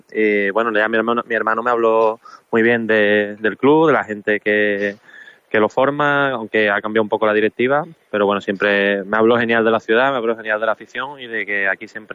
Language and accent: Spanish; San Fernando, Andalusia, Spain; nosotros somos de San Fernando.